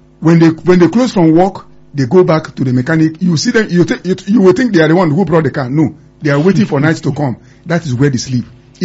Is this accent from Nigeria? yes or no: yes; Nigeria; born or raised there